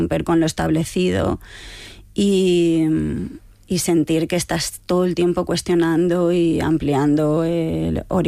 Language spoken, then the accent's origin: Spanish; Spain; now in Denmark; siendo directora española